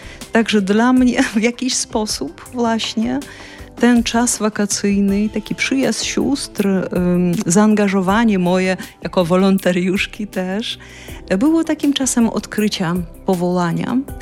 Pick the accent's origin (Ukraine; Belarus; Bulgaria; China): Ukraine; Kharkiv, Kharkiv Oblast; born or raised there